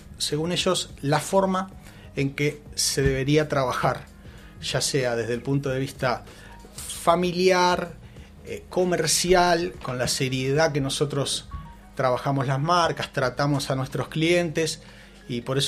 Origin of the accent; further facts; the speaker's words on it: Italy; Bueno, viste, yo soy italiano, los Tano hacemos laburar hasta las piedras.